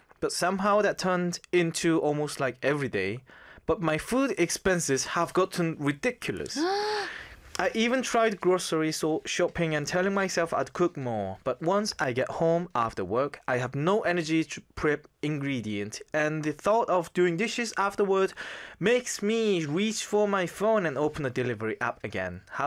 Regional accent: Goyang, Gyeonggi Province, South Korea; This place is called La Festa and it's in Ilsan. That's like my hometown.

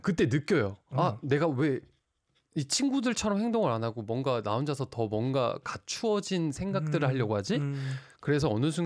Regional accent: Jeolla, South Korea; 이렇게 문을 열면 네. 황금빛 벼밭이 쫙 펼쳐지는데 그 위에는 엄청 커다란 해가 보이는 거예요. 전라도였거든요.

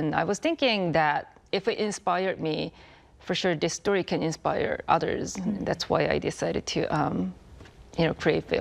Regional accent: Seoul, South Korea; moved away as an adult; now in Hawaii, United States; Actually, I grew up right here in Seoul, and it's 5 minutes from this very studio. I moved to Hawaii when I was maybe like 20, 23, 24.

